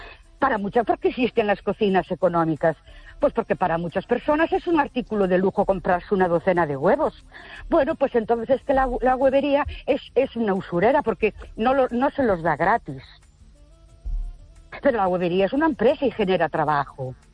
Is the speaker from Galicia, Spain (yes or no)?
yes; Ourense, Galicia, Spain